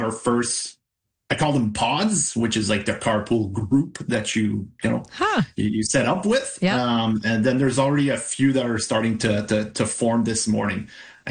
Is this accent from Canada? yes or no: yes; Embrun, Ontario, Canada; Like you said, I'm from Embrun. It's a 30-minute drive on a good day.